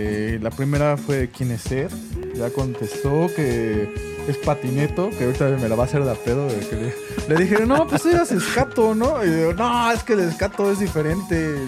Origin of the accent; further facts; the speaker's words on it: Mexico City, Mexico; accent: cantadito, ñero; crecí en Santa Julia. Ya se me nota mucho. Luego hablo muy cantadito.